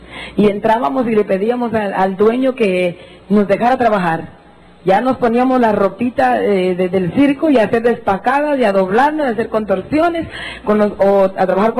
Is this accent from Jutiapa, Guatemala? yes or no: yes; Jutiapa, Guatemala; Porque yo soy de Jutiapa, soy de Oriente, y en Jutiapa, en Oriente, eso de payaso y de tontería no nos gusta.